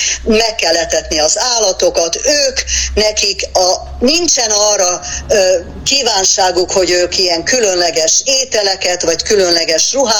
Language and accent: Hungarian; Hungary; now in Australia; én magyar vagyok